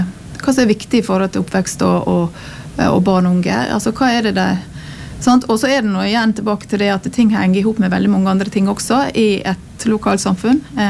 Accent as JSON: {"language": "Norwegian", "town": "Ørsta", "region": "Møre og Romsdal", "country": "Norway", "also_born_or_lived": "Rauma", "moved": "yes", "lives_now": "Fosnavåg, Norway", "said": "Jeg er fra Ørsta."}